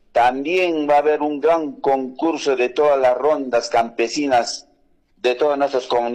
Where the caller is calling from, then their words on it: Livitaca, Cusco, Peru; invitamos como un ciudadano libitaqueño a toda nuestra provincia de Chumivilcas, a nuestros hermanos de los distritos, a que nos puedan visitar, darse un paseo aquí en nuestro distrito de Libitaca.